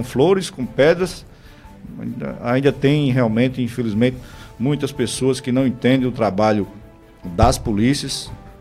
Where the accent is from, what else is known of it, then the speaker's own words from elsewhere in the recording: Brazil; also born or lived in the sertão; assim como eu sou oriundo do sertão, mas fui criado lá no Baixo Roger, um bairro periférico, ali de lado do campo do 11.